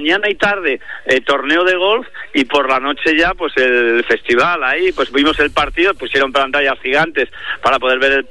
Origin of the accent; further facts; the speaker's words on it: Spain; Entonces, ¿cómo nos van a decir que nosotros somos racistas los españoles?